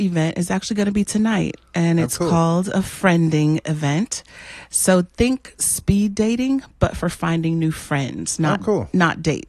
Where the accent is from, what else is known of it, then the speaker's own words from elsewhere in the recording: Ohio, United States; now in Hyde Park, United States; I'm from Ohio originally.